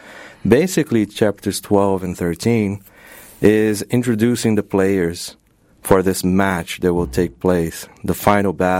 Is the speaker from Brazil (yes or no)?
yes; Brazil; now in Berrien Springs, United States; Yeah, I come from Brazil, and I'm currently doing a doctoral program here at Andrews University on the New Testament area and biblical studies.